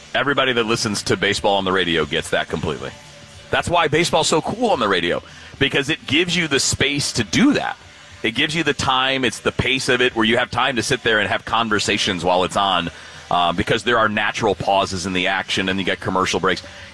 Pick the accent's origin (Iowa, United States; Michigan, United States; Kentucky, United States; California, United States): Michigan, United States; now in St. Louis, United States; when I was growing up in Michigan